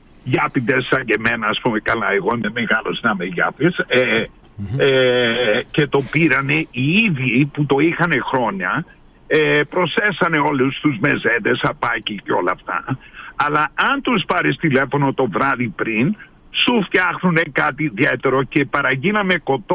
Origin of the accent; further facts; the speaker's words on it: Kallides, Crete, Greece; κοντά στο χωριό μου, τις Καλλίδες που είναι μισή ώρα από τα Χανιά